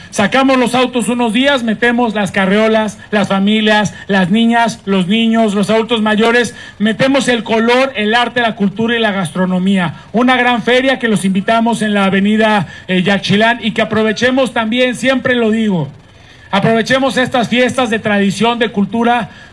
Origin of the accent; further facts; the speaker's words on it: Torreón, Coahuila, Mexico; now in Cancún, Mexico; Yo soy un cancunense de Torreón.